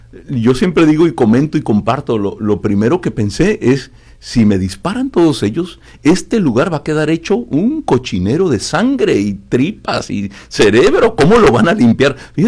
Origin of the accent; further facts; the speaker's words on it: Tijuana, Baja California, Mexico; Yo soy de aquí de Tijuana, somos 7 hermanos.